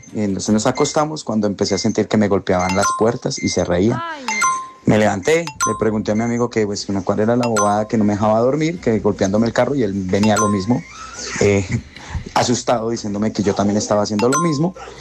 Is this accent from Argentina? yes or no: no; Colombia; yo soy camionero de Colombia, tanquero, viajaba mucho a Rubiales.